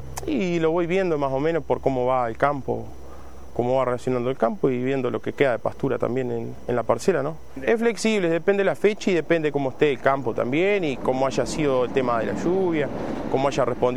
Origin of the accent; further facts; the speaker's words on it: Tacuarembó, Uruguay; soy del departamento de Tacuarembó, estoy ubicado en la zona de Pampa, Ruta 5, bueno, frente al Parque Eólico Pampa.